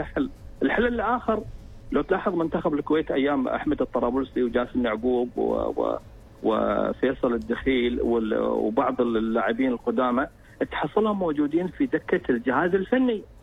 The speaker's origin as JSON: {"language": "Arabic", "country": "Oman", "said": "عندنا في عمان هنا"}